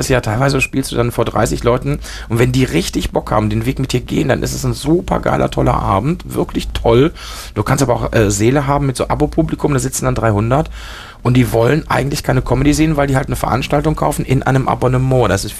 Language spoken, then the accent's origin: German; Germany; born there; first language Spanish; German is a second language; also born or lived in Spain; Also ich bin hier geboren in Deutschland. Als ich ein halbes Jahr alt war, meine Eltern sich getrennt. Und dann ist meine Mutter mit uns Kindern nach Spanien. Und da bin ich erstmal eingeschult worden und habe erstmal nur Spanisch gesprochen.